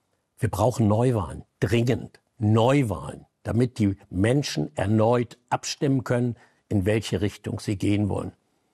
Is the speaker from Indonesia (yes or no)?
no; Germany; als Deutscher